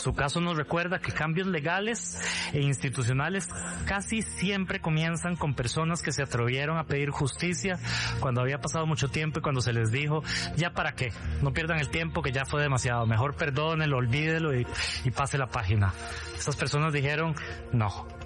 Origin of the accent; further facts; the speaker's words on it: Costa Rica; Para mí, no como diputado, como costarricense, es un honor ser partícipe